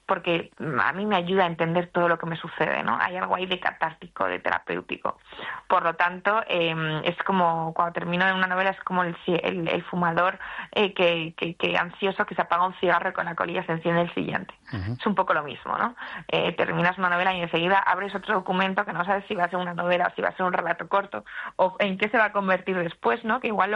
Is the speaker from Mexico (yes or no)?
no; Spain; Los hombres que crecimos en la España de los años 70, 60, eso era una selva